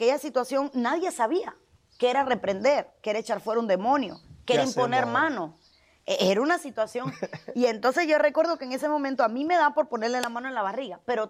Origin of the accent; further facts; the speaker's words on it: Cuba; en Cuba entraba por CD o por memoria. Estamos hablando de 2010, 2011 y todavía no había internet en mi país.